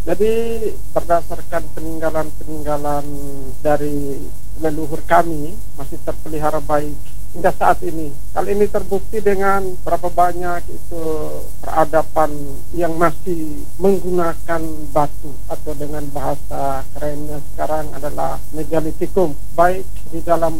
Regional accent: Wolotopo, East Nusa Tenggara, Indonesia; Jadi menjadi batu penyangga itu filosofi kami orang Lio, teristimewa di Wolotopo.

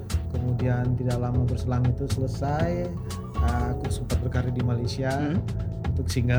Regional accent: Medan, North Sumatra, Indonesia; Sebenarnya karena saya asli dari Medan ya. Di Medan juga aku udah buat album 2005 itu.

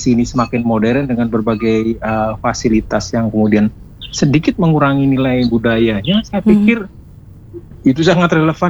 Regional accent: Bandung, West Java, Indonesia; kita itu adalah warga Kota Bandung yang cinta keberagaman

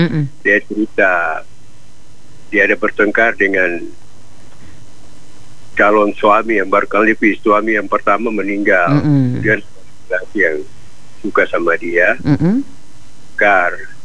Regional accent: Jayapura, Papua, Indonesia; Saya bilang, saya dari Jayapura.

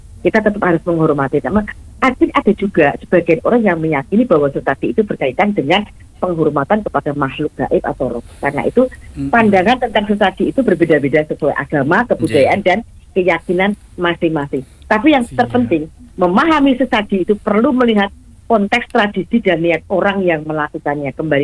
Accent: Java, Indonesia; Bureh kalau kita orang Jawa itu kan diborehkan ya

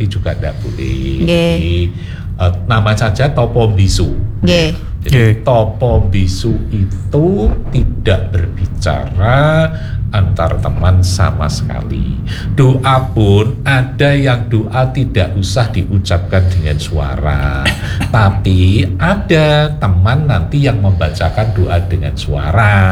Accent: Indonesia; Tapi sekarang ini karena kita wong Jawa. Wong Jawa identik dengan wong Solo. Nah, wong Jawa ini identik dengan Solo.

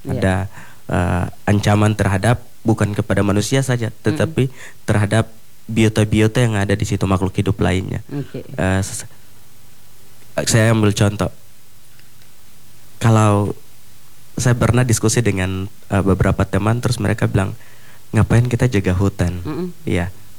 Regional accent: Biak, Papua, Indonesia; Karena seperti saya dulu masih kecil, kalau karena saya dari Biak yang terdampak api kemarin juga.

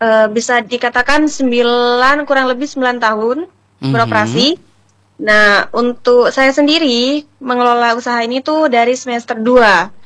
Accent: East Java, Indonesia; Perenduan

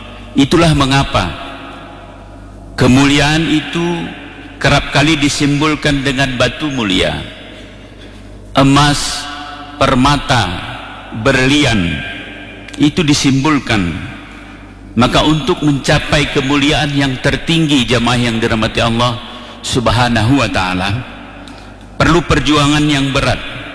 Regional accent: Aceh, Indonesia; kita orang Gayo, orang yang ada di Aceh Tengah ini

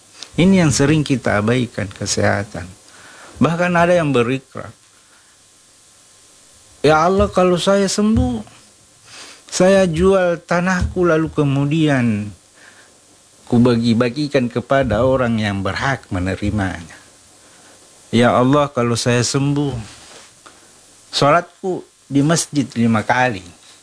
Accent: South Sulawesi, Indonesia; kita sebagai Bugis Makassar sebelum dan sesudah Ramadan itu pergi ziarah kubur.

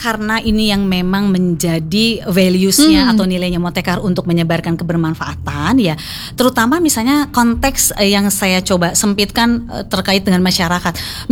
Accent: West Java, Indonesia; born there; kami semua lahir di tanah Parahyangan ini

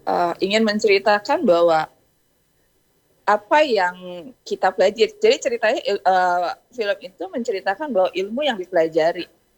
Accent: Sorong, Southwest Papua, Indonesia; Dan sebagai info aja, kalau saya sendiri dari Sorong, Papua Barat Daya.

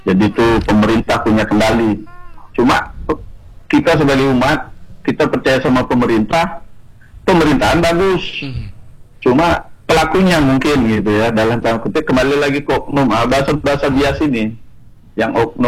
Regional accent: Bali, Indonesia; kami sebagai warga Bali

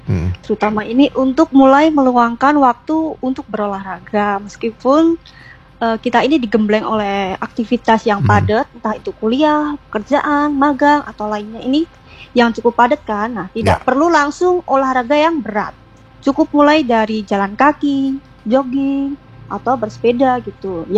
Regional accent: Temanggung, Central Java, Indonesia; Saya kan orang Temanggung ya, jadi deket nih sama Sumbing.

